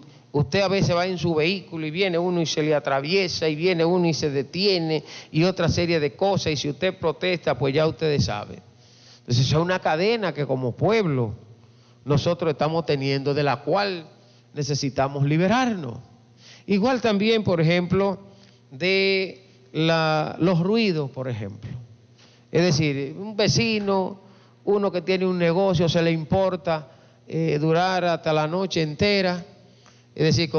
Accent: Dominican Republic; now in Santiago, Dominican Republic; nosotros como dominicanos

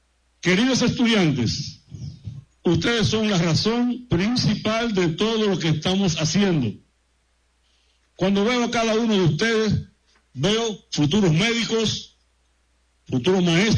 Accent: La Vega, Dominican Republic; Vengo también como un hijo de La Vega, a mi tierra, al lugar donde nacieron muchos de mis sueños y donde aprendí valores que me han acompañado durante toda mi vida.

